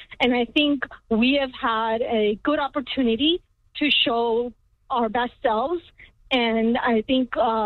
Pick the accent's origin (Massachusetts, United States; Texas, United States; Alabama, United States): Texas, United States; Sugar Land; as a Muslim girl growing up here